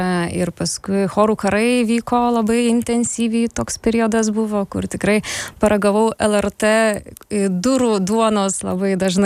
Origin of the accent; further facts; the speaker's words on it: Kretinga, Klaipėda County, Lithuania; moved away as an adult; now in Vilnius, Lithuania; aš iš Žemaitijos, Kretingos esu, bet nuo 18 jau nebe, tai nežinau. Vis tiek širdis Kretingoj, sakyčiau Kretingiškė, parvažiuoju, dabar dar dažniau, bet jau kuris laikas nebe.